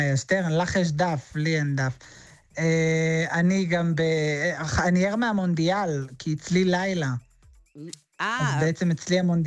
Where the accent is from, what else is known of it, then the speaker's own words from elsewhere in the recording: Re'ut, Central District, Israel; also born or lived in Kiryat Gat; לא, אז רגע, אני גרתי בקריית גת באמת, אבל אני עזבתי את קריית גת בגיל 5.